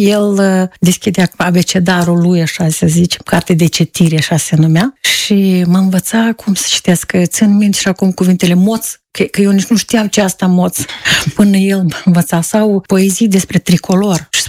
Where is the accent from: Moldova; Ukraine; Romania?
Ukraine; Tarasivtsi, Chernivtsi Oblast; Da, știți, mult înseamnă de unde te-ai născut, de unde ai pornit în calea asta, unde ai văzut lumina soarelui și unde a început viața ta. Să știți că și acum în Tărăsăuț